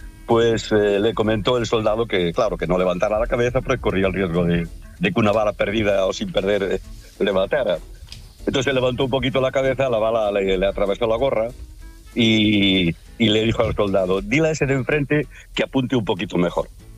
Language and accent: Spanish; Galicia, Spain; Bueno, yo soy gallego, Franco era gallego, ya sabéis.